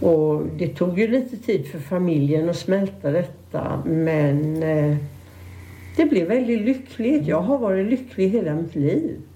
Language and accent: Swedish; Västra Götaland County, Sweden; Vi kom ifrån Göteborgs norra skärgård. Min pappa var därifrån och även mamma.